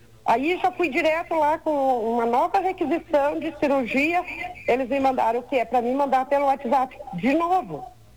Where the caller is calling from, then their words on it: Santa Catarina, Brazil; Eu falo do São Francisco.